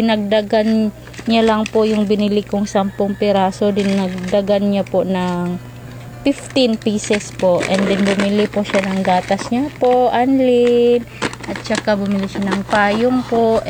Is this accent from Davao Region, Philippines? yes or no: yes; Davao Region, Philippines; At saka hindi po kami taga rito. Kaya wala po kami malalapitan talaga na pamilya po. Ako po ay taga Davao de Oro.